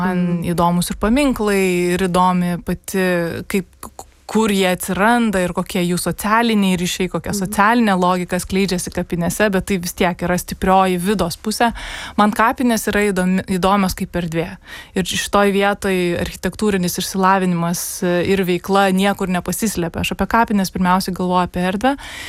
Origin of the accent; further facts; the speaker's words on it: Kaunas, Kaunas County, Lithuania; aš nesu iš Vilniaus, aš esu iš Kauno ir šeimos istorijos Vilniuje yra labai nedaug